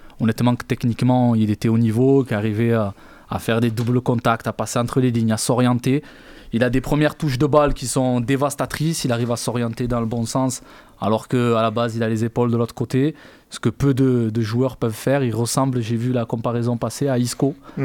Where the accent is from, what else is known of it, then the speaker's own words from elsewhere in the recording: Algeria; je suis algérien